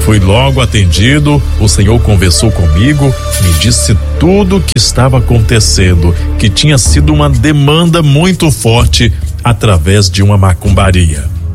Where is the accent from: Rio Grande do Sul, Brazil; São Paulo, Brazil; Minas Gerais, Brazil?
Minas Gerais, Brazil; Sete Lagoas; sou da cidade de Sete Lagoas, aqui em Minas Gerais.